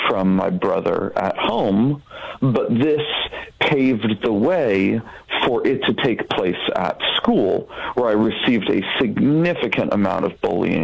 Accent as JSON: {"language": "English", "region": "Oregon", "country": "United States", "tie": "born or raised there", "said": "I was raised in Oregon."}